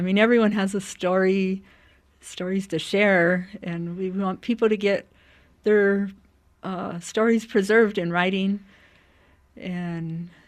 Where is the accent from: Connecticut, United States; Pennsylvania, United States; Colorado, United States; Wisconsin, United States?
Colorado, United States; Denver; I had growing up in the West Colfax neighborhood.